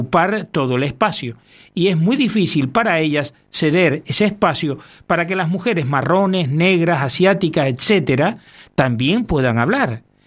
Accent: Pakistan; como en las que crecí en Pakistán

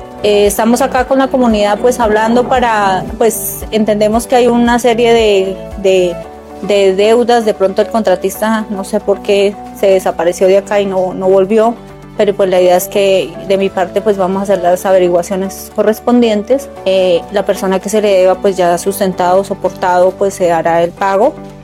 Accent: Huila, Colombia; born there; Yo soy nacida en Isno Huila, soy huilense.

